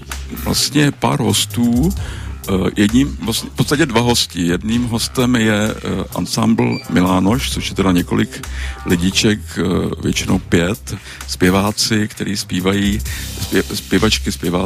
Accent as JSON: {"language": "Czech", "town": "Plzeň", "region": "Plzeň Region", "country": "Czechia", "said": "Jako v Praze to moc patrno není, ale já jsem třeba z Plzně, tak tam jako najdeme nějaký jako lidový soubory."}